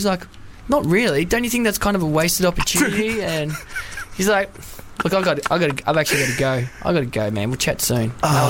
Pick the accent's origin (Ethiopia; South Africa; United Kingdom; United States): United Kingdom; Wales; With my dad, because I was born in Wales. We're all from Wales.